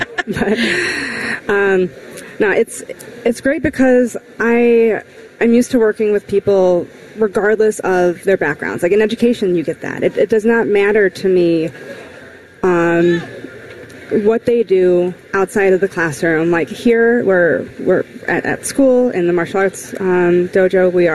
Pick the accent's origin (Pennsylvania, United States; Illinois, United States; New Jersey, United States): Illinois, United States; Bolingbrook; I grew up in Will County. So I'm okay. originally from Bolingbrook, Illinois.